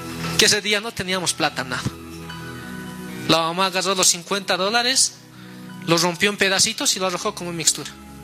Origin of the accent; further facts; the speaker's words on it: La Paz, Bolivia; born there; Yo cuando era niño estaba por la Balivian